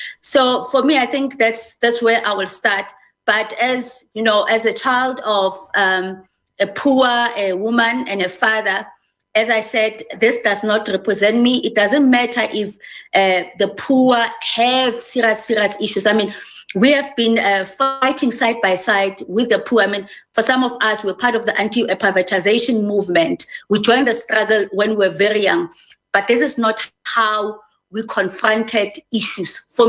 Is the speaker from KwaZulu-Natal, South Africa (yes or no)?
no; Soweto, Gauteng, South Africa; I grew up in Soweto, and I grew up in an area where Inkatha Freedom Party was mutilating and killing our people.